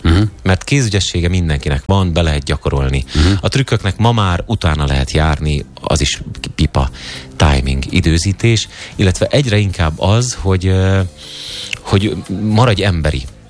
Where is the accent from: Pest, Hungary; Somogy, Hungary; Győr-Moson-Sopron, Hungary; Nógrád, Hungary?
Pest, Hungary; Cegléd; Cegléden.